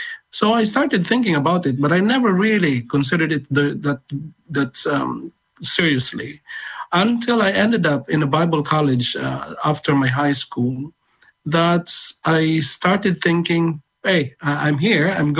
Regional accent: Philippines; now in Brighton, United Kingdom; Well, growing up in the Philippines in my time, this was about 1970s, 80s, in terms of church life, it's very exciting

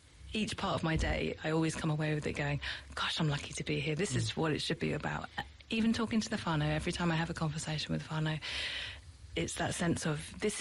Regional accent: United Kingdom; moved away as an adult; now in New Zealand; So clearly my accent is not a Kiwi accent, so I'm from the UK. We moved out here 2026 to New Zealand.

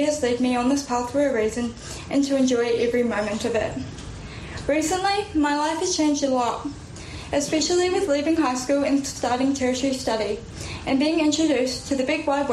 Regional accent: New Zealand; also born or lived in Russia; I was adopted from Russia at the age of a year and a half and brought over to New Zealand, where I've lived ever since.

